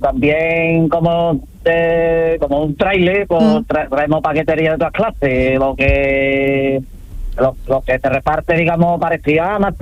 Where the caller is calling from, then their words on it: Espartinas, Andalusia, Spain; voy para mi pueblo, para Espartina.